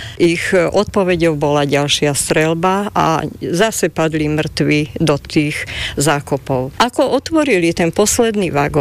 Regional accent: Sklené, Žilina Region, Slovakia; pochádzam z … zo Skleného nemeckej dediny, ktorá sa volala kedysi Glazerhau a leží v oblasti Haverlandu.

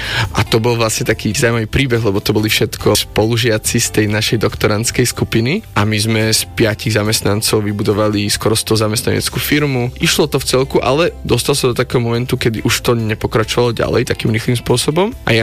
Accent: Bratislava, Bratislava Region, Slovakia; ja som teda sa narodil na Kramároch, nie až tak ďaleko odtiaľ, to som rodený Bratislavčan. A tu som vlastne vyrastal na základnej škole v Ružinove

